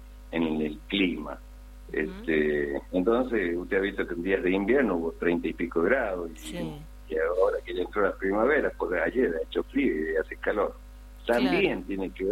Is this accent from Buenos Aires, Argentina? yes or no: no; Catamarca, Argentina; born there; Los que somos nacidos en Catamarca, y no nos va a sorprender cómo es el clima, etcétera, etcétera, pues sabemos que hay un cambio.